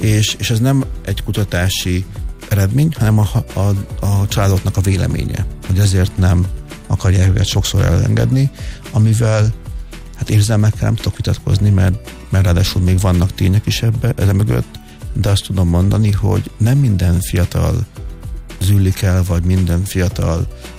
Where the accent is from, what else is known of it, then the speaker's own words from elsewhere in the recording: Szabadszállás, Bács-Kiskun, Hungary; moved away; szabadszállásra onnan származom